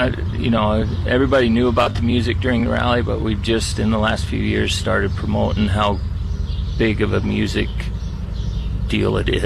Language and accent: English; Sturgis, South Dakota, United States; I grew up in Sturgis here, and my family's had businesses in town my whole life.